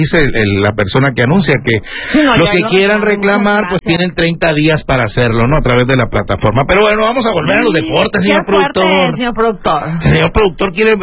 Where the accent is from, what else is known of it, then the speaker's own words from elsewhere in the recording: Baja California Sur, Mexico; yo soy del Valle, no de la Toba.